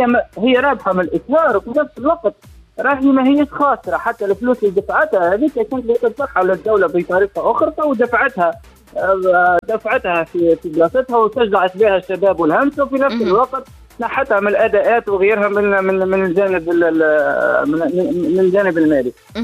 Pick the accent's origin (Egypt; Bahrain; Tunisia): Tunisia